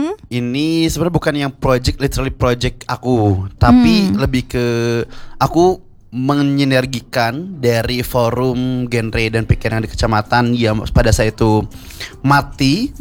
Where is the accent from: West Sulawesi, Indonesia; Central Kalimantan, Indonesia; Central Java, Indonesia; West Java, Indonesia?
West Java, Indonesia; born there; aku memilih untuk bisa berkontribusi di kecamatan di daerah kelahiranku sendiri